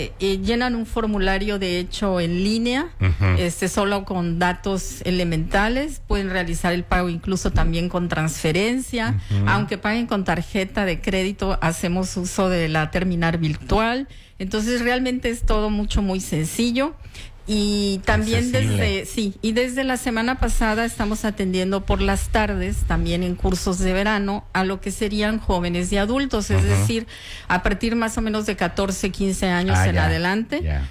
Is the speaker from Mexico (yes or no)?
yes; Mexico; Yo soy mexicana.